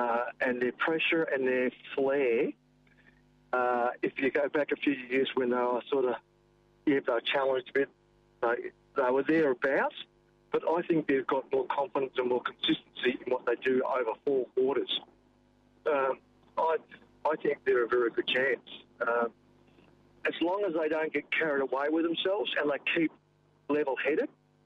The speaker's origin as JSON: {"language": "English", "town": "Fremantle", "region": "Western Australia", "country": "Australia", "tie": "born or raised there", "moved": "yes", "said": "I grew up in Fremantle."}